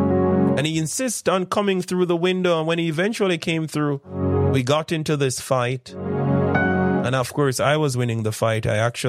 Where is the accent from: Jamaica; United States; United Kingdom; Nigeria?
Jamaica